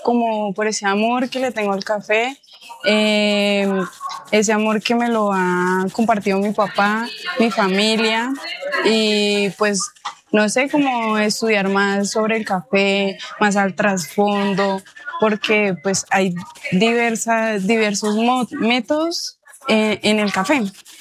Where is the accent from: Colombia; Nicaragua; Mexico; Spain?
Colombia; Planadas, Tolima; Vengo de Planadas, Tolima, de la vereda La Esmeralda Baja. Mis padres son caficultores de tercera generación.